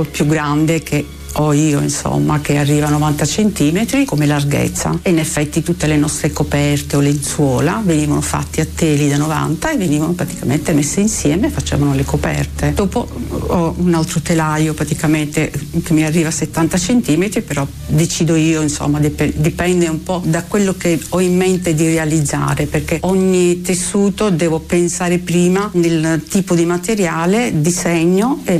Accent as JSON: {"language": "Italian", "town": "Alberobello", "region": "Apulia", "country": "Italy", "tie": "born or raised there", "said": "Albero Bello per me è il mio cuore, il mio paese, cioè io ci sono nata, ci sono vissuta, ci sto benissimo in effetti."}